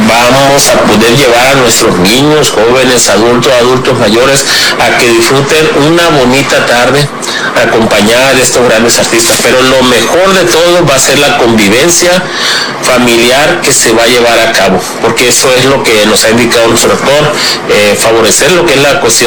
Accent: Mexico; nos da la identidad como mexicanos, celebrar nuestras raíces, nuestra mexicanidad.

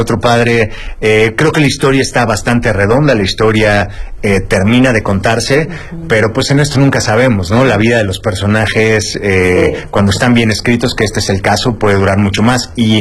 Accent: Mexico

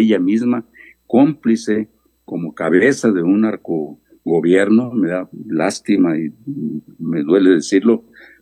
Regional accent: Mexico; a mí me da vergüenza como mexicano, sobre México

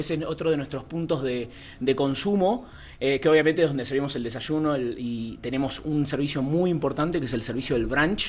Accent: Buenos Aires, Argentina; now in Mexico City, Mexico; Soy argentino de Buenos Aires, tengo 33 años.

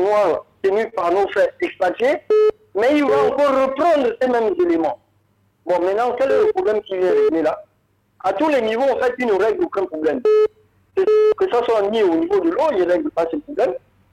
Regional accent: Gabon; je suis un Gabonais, moi je suis un Gabonais, tu m'entends.

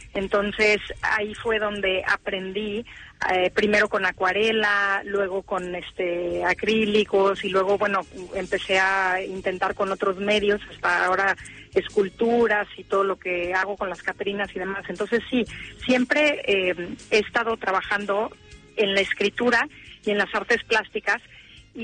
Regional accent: Mexico; moved away as an adult; now in San Antonio, United States; yo soy mexicana y llevo viviendo aquí en San Antonio 23 años

